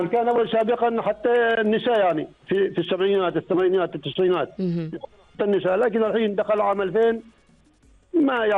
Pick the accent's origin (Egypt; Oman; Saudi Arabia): Oman; في تاريخنا في بلدنا وفي قريتنا وفي سلطنة عمان